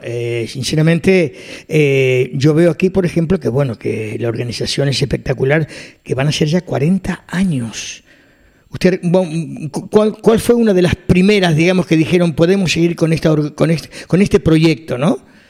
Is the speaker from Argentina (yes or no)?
yes; Argentina; now in Carrizal, Spain; Bueno, yo soy argentino, entonces vivo en Carrizal